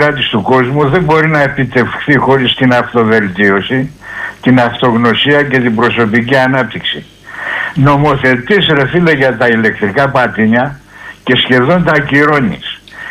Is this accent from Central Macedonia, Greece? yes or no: yes; Platamonas, Central Macedonia, Greece; Εγώ είμαι από τον Πλαταμόνα